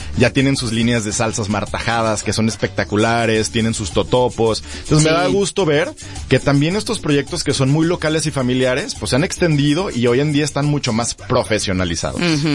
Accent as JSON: {"language": "Spanish", "country": "Mexico"}